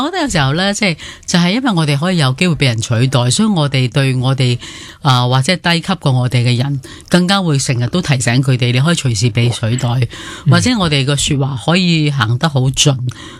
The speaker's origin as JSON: {"language": "Cantonese", "country": "Hong Kong", "tie": "born or raised there", "said": "因为我哋都系土生土长香港人"}